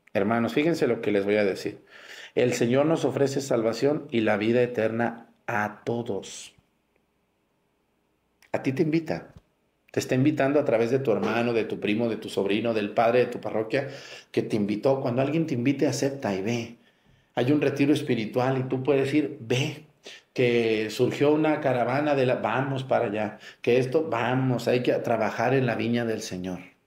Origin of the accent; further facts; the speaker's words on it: Jalisco, Mexico; now in Guerrero, Mexico; Yo soy de Jalisco, pero Dios me puso en Guerrero.